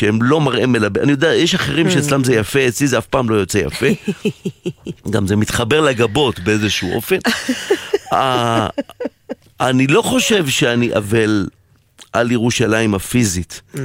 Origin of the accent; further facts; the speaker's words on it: Kiryat Ono, Central District, Israel; אני בילדותי בקריית אונו, אני זוכרת בית הכנסת המרוקאי, אוהל מועד, שמאוד מאוד אהבתי אותו